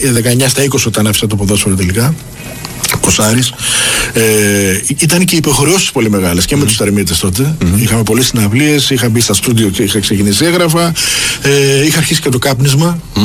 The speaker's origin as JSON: {"language": "Greek", "town": "Piraeus", "region": "Attica", "country": "Greece", "tie": "born or raised there"}